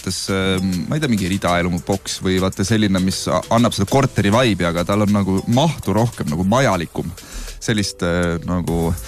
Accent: Rapla County, Estonia; moved away; mul on maakodu, et ma olen pärit sellisest väikesest kohast. Nagu Raikküla

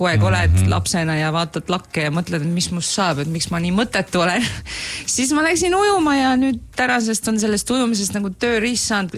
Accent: Tallinn, Harju County, Estonia; now in Miami, United States; ma olen Meriväljalt merineitsina

